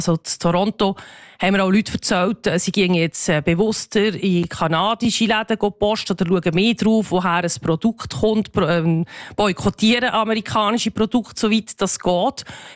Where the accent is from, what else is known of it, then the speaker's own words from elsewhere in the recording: Switzerland; moved away as an adult; now in Washington, United States; ja, also ich bin Schweizerin, aber ich wohne in den USA, in Washington.